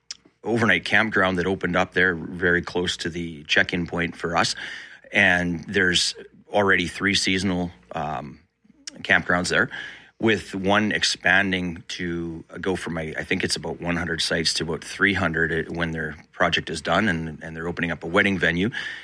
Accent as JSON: {"language": "English", "town": "Roland", "region": "Manitoba", "country": "Canada", "tie": "born or raised there", "said": "That's where my primary, I guess that was the biggest duration of my life I spent in Roland. Went to school in Carmen"}